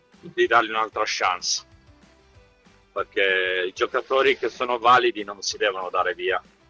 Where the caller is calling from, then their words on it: Turin, Piedmont, Italy; Sono da Torino.